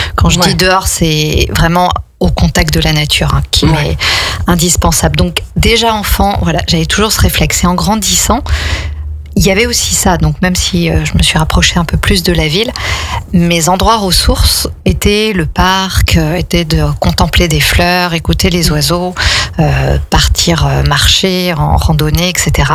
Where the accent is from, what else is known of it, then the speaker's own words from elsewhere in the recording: Strasbourg, Grand Est, France; now in Aix-les-Bains, France; déjà enfant, je suis strasbourgeoise et j'habitais pas au centre-ville, mais vraiment la périphérie qui est vraiment juste à côté. Et il y avait encore forêt urbaine, il y avait encore les champs et tout à l'époque.